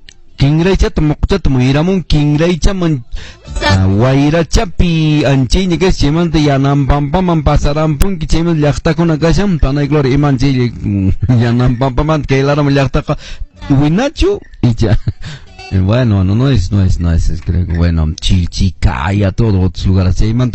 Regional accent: Pomacanchi, Cusco, Peru; mi tierra Pomacanchina, todo lo que es distrito Pomacanche, distrito Sangrará y otros lugares.

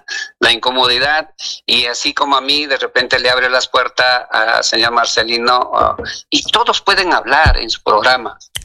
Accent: Huancayo, Junín, Peru; Yo soy de Huancayo y lamento lo que está pasando, todo esto en el Perú

